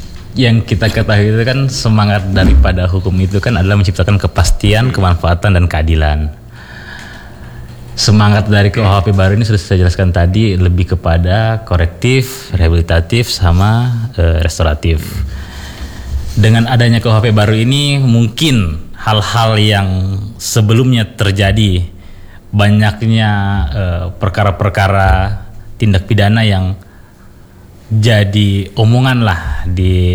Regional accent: Toraja, South Sulawesi, Indonesia; moved away; Saya asli Toraja.

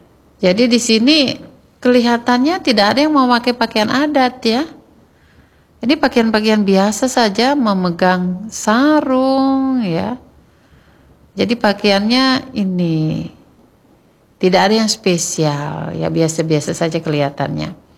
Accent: Bali, Indonesia; Sama dengan kita, kalau kita orang Bali Hindu

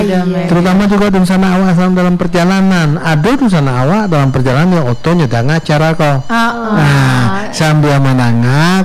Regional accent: West Sumatra, Indonesia; Minangkabau itu di kampung gua

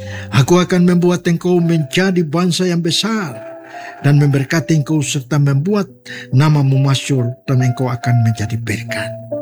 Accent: Papua, Indonesia

